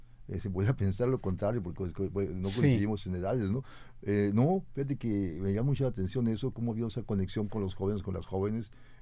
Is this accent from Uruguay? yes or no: no; Sonora, Mexico; con identidad como mexicanos, como mexicanas